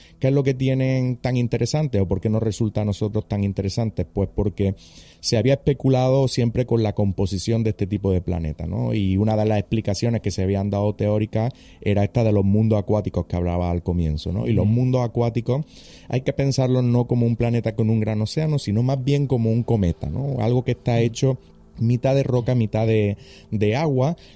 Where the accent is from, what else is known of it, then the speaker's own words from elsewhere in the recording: Andalusia, Spain; poder hacerlo en mi tierra, en Andalucía